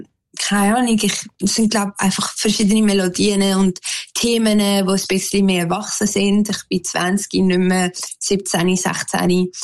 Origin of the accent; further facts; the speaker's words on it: Switzerland; ich bin halt Schweizerin, aber auch halb Kubanerin.